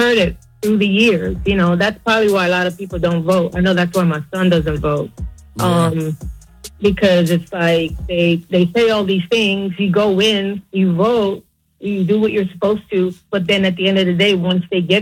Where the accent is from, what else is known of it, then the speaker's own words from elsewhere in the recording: Jamaica; also born or lived in United States; I mean, I grew up partly in Jamaica.